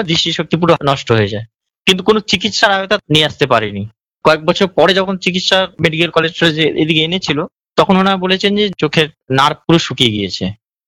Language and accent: Bangla; Maslandapur, West Bengal, India; also born or lived in Narendrapur; আমাদের বাড়ি ওই মসলেন্দুপুর স্টেশনে আর ভিতরে যেতে হবে চণ্ডীপুর গ্রামে।